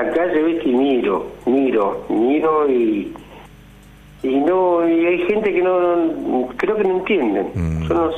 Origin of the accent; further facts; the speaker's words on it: Moreno, Buenos Aires Province, Argentina; Yo soy de Moreno.